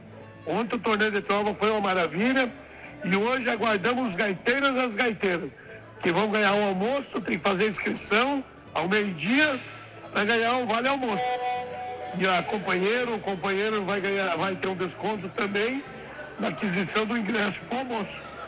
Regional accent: Ampére, Paraná, Brazil; born there; moved away; Eu que nasci aí no Pedregulho, velho.

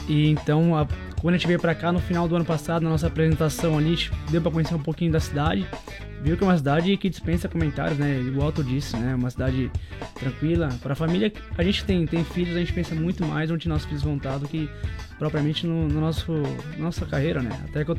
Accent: São Bernardo do Campo, São Paulo, Brazil; moved away as an adult; also born or lived in Italy; Eu sou paulista de São Bernardo do Campo, né? Desde os 6 anos de idade. E joguei minha base inteira no estado de São Paulo. E quando eu fiz 18 anos, eu tive a oportunidade de ir pra Itália

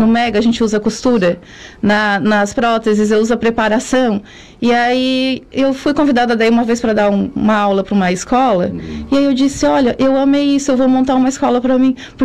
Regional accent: Jacinto Machado, Santa Catarina, Brazil; moved away as an adult; now in Balneário Arroio do Silva, Brazil; Então, eu nasci em Jacinto Machado, continuo lá, estou sempre na casa dos meus tios.

